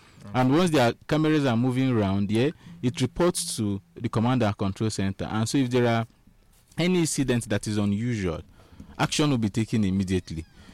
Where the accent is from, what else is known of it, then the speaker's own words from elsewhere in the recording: Nigeria; Yeah, I'm a Nigerian